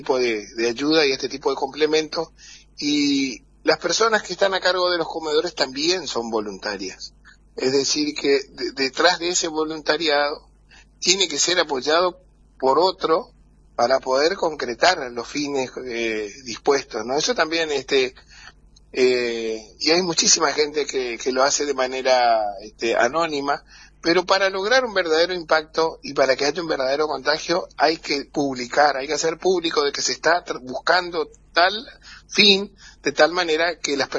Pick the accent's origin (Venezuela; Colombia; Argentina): Argentina; estamos todos atentos al partido de mañana, una gran expectativa como argentinos